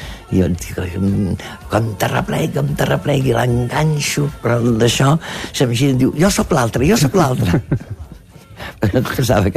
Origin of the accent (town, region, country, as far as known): Catalonia, Spain